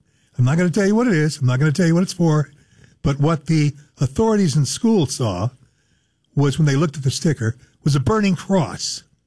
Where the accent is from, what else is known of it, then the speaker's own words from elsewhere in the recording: California, United States; here in California